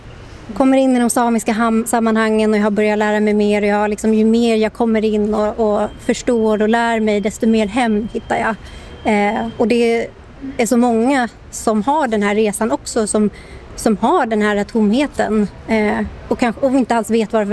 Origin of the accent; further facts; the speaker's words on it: Stockholm, Stockholm County, Sweden; jag är ju då född och uppvuxen i Stockholm och vår familj är ju en av de familjerna som höll på att bli helt assimilerade. Jag fick veta att vi i familjen fick veta att vi var samer, då var jag vuxen ålder, jag var runt 21.